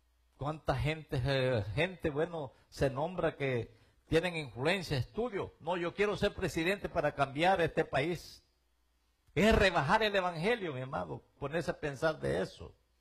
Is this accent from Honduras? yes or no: yes; Honduras; en mi país Honduras.